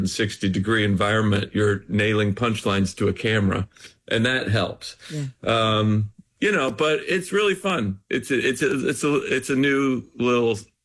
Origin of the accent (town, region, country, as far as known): Idaho, United States